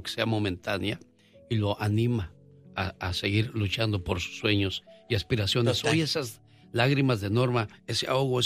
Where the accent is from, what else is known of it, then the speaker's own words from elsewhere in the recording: Oaxaca, Mexico; now in Flagstaff, United States; Yo vengo de... Soy de Flagstaff, Arizona. Vengo de la Mixteca oaxaqueña.